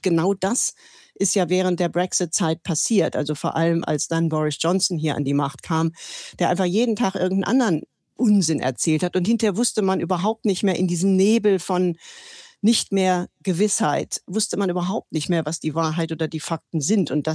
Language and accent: German; Germany; moved away as an adult; now in United Kingdom; Also ich fühle mich weder eigentlich als Deutsche noch als Britin, obwohl ich seit letztem Sommer den britischen Pass habe.